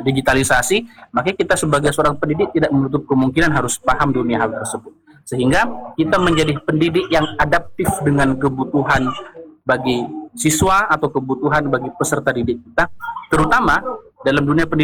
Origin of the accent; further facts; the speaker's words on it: Madura, East Java, Indonesia; kita orang Madura kan masih memegang teguh terhadap falsafah orang Madura ya.